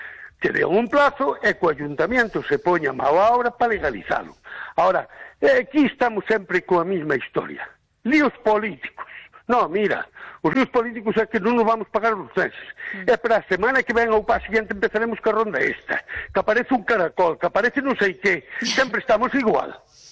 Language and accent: Galician; Lugo, Galicia, Spain; pero quen pagamos as consecuencias somos os lucenses.